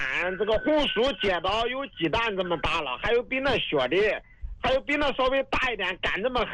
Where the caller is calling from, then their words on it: Huainan, Anhui, China; 我是淮南的。